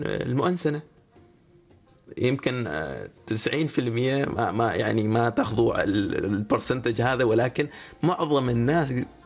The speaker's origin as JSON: {"language": "Arabic", "country": "Oman", "said": "على هويتي أنا كعماني"}